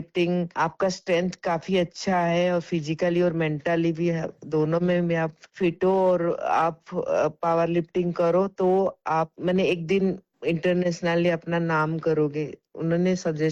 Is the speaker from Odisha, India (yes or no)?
yes; Berhampur, Odisha, India; मैं ओडिशा से एक स्मॉल टाउन बरमपुर वहां से बिलोंग करती हूँ